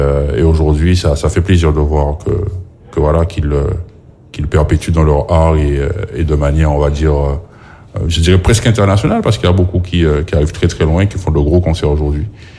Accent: Guadeloupe; moved away as an adult; le plus gros, c'est déclenché quand j'ai quitté la Guadeloupe.

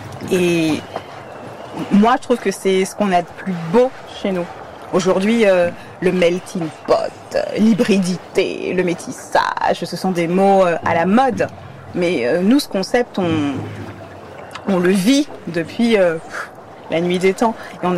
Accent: Guadeloupe, France; En tant que Guadeloupéen, en tant qu'Antillais

